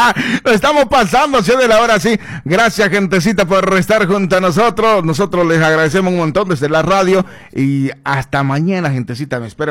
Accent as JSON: {"language": "Spanish", "country": "Bolivia", "moved": "yes", "lives_now": "Buenos Aires, Argentina"}